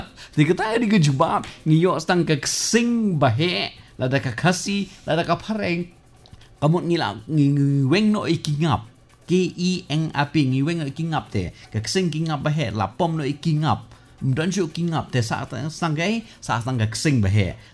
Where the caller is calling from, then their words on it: Umsning, Meghalaya, India; from Umsning. This is my first time ever to interact with All India Radio.